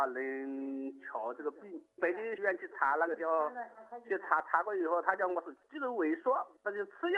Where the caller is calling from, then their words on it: Anhui, China; 我是安徽的